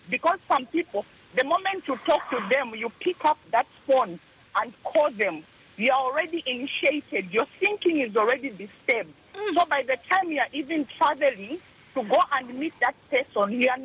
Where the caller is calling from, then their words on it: Zambia; You're talking to … I'm calling from Minwood, Pamwena.